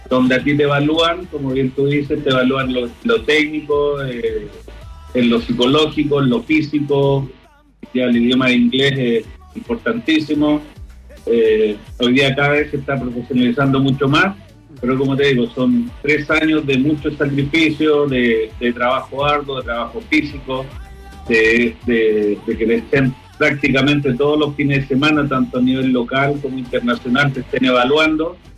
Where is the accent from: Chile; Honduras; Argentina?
Chile